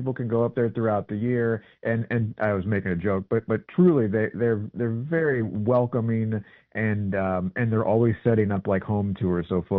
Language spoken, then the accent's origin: English; Missouri, United States; We're from the St. Louis area, very close to Hannibal, if you're familiar with Mark Twain.